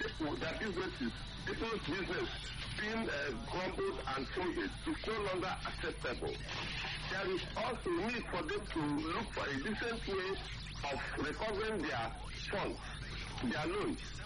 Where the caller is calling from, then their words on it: Owerri, Imo, Nigeria; I'm calling from Owerri in Imo State.